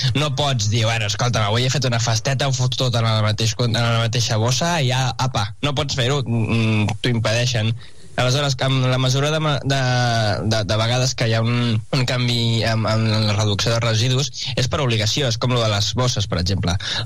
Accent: Llinars del Vallès, Catalonia, Spain; now in Sant Esteve de Tordera, Spain; Jo sóc de Sant Esteve de la Tordera, visc aquí i també hi ha porta a porta, i sóc originari de Llinars del Vallès

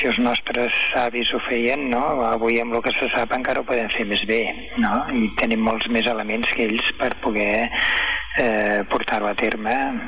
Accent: Canovelles, Catalonia, Spain; moved away as an adult; now in Ebro Delta, Spain

